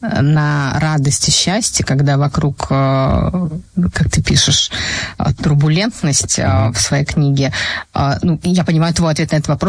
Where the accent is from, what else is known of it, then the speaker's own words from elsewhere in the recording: Russia; я россиянка